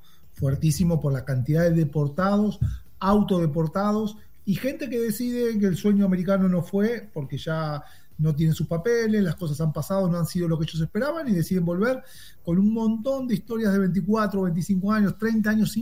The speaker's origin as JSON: {"language": "Spanish", "country": "Argentina", "lives_now": "Miami, United States", "said": "Sí, argentino y italiano, tengo doble ciudadanía italiana, pero por una cuestión de placer, todos mis abuelos eran italianos y tengo mucho."}